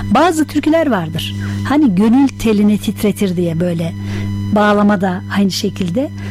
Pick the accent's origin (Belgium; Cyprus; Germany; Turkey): Turkey; Antalya; Ben de zeybek yöresinden olan birisi olarak ben de Antalyalıyım.